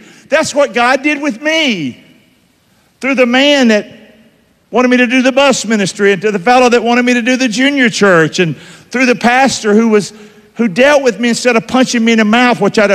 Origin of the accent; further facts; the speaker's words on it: Rockingham, North Carolina, United States; I'm from Rockingham.